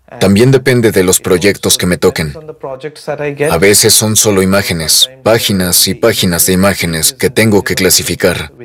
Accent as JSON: {"language": "Spanish", "town": "Kolkata", "region": "West Bengal", "country": "India", "second_language": "Spanish", "moved": "as an adult", "lives_now": "Germany", "said": "Soy de Calcuta, India. Tengo 29 años y ahora mismo estoy haciendo mi maestría aquí en Alemania."}